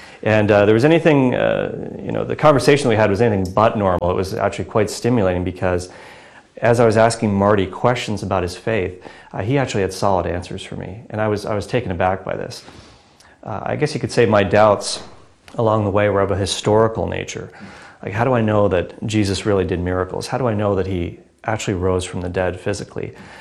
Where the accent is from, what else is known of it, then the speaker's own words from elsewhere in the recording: Cole Harbour, Nova Scotia, Canada; also born or lived in Halifax, Nova Scotia; I was born in Halifax, Nova Scotia, and I grew up in a suburb of the Halifax area called Cole Harbour.